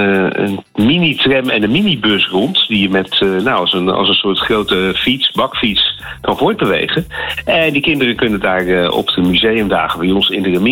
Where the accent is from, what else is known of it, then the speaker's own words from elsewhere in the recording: Rotterdam, South Holland, Netherlands; Ik ben ook Rotterdammer en ik hou ook van oude trams.